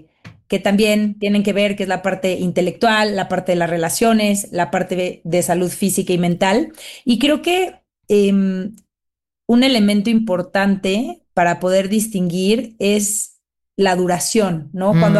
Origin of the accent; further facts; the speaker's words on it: Mexico; me sentí muy, muy orgullosa de ser mexicana